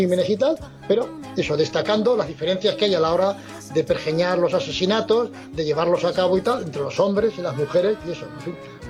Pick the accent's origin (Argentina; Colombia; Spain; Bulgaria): Spain; Navarre; esto ocurrió en mi tierra, por decirlo brevemente, y es que, bueno, yo soy navarro